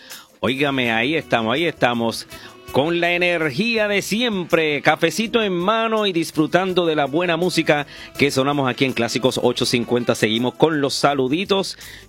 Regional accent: Aguada, Puerto Rico; en mi pueblo también de Aguada

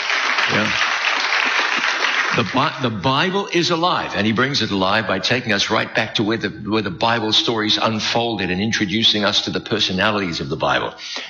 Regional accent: New Zealand; I'm the probably the only person here tonight with a real southern accent. My accent comes from New Zealand.

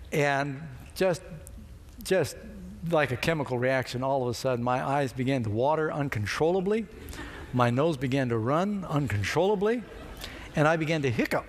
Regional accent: California, United States; I'm from California. We eat Mexican food.

